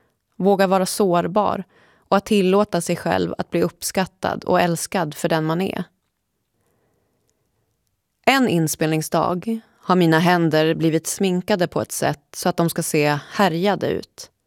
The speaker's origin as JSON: {"language": "Swedish", "town": "Gävle", "region": "Gävleborg County", "country": "Sweden", "said": "jag har haft så lite tid till att underhålla mina relationer hemma i Gävle. Efter flera år på vift känner jag mig mer som en främling eller en gäst på den plats jag borde kalla hem."}